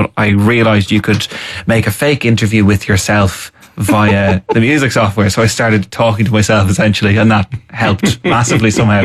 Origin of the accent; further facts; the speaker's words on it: Navan, Leinster, Ireland; also born or lived in Portstewart; And I'm from Navan as well, which breeds comedians.